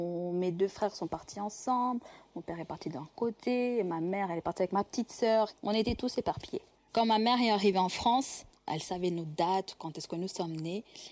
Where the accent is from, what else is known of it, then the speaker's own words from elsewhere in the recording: Cyangugu, Western Province, Rwanda; born there; Je suis née au Rwanda, dans la région de Kyangugu. Nous étions anciennement catholiques.